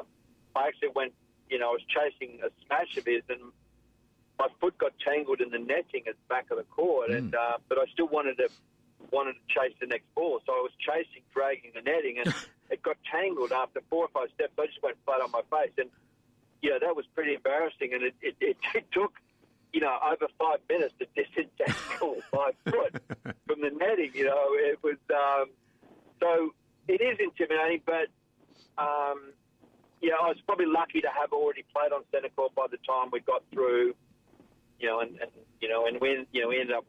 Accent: Australia; just being an Australian

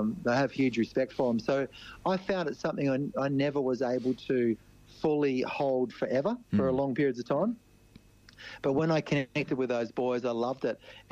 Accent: Preston, Victoria, Australia; I was born in Victoria in Preston

